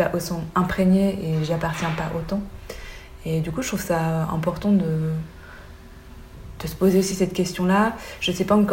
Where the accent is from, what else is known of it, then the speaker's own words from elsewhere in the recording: Belgium; comme je suis belge au thaï, pour des personnes blanches ou en Belgique